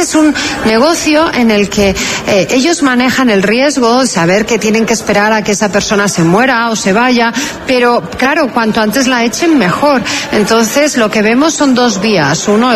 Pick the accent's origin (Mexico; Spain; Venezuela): Spain; Madrid, Community of Madrid; Yo soy de Madrid, pues Madrid para los madrileños y Sevilla para los sevillanos, oiga.